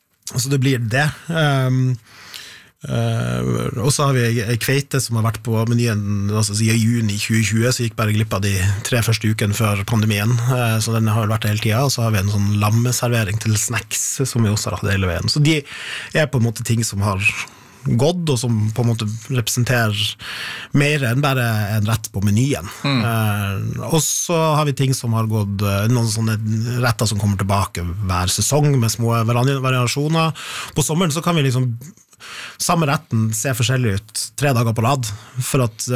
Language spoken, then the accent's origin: Norwegian; Sigerfjord, Nordland, Norway; Og da flytta liksom to av sønnen til Sigefjorden der jeg er fra, tok med seg blant annet det huset jeg bor